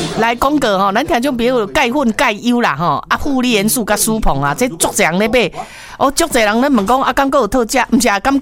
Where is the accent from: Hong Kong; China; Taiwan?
Taiwan; 为什么我们台湾人出门都会带凤梨酥呢